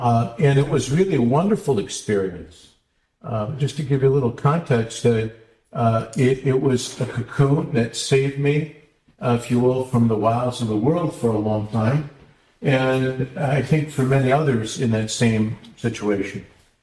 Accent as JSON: {"language": "English", "town": "Detroit", "region": "Michigan", "country": "United States", "tie": "born or raised there", "moved": "yes", "said": "I was born and raised in Detroit."}